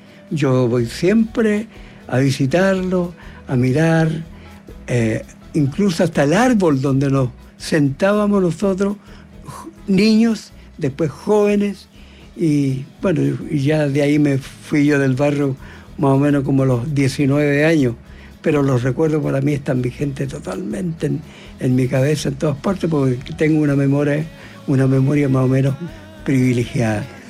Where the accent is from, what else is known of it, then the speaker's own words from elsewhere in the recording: Curacaví, Santiago Metropolitan Region, Chile; born there; yo nací allá en Curacaví. En Curacaví para un 18 de septiembre.